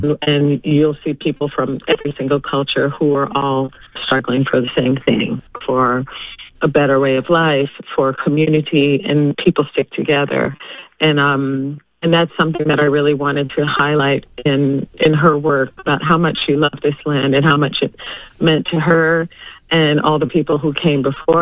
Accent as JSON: {"language": "English", "town": "Harlan", "region": "Kentucky", "country": "United States", "tie": "born or raised there", "moved": "yes", "lives_now": "New York City, United States", "said": "being raised in Kentucky myself and with my whole family from there since the beginning of time."}